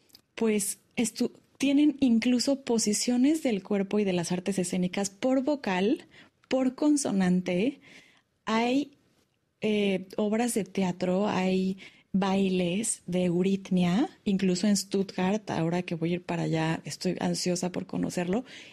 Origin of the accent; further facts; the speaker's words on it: Mexico; now in Paris, France; Yo como mexicana, la verdad, sí me alzo el cuello